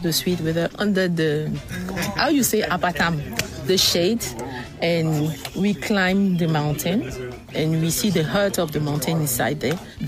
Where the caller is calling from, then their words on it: Abidjan, Côte d’Ivoire; I'm from Abidjan.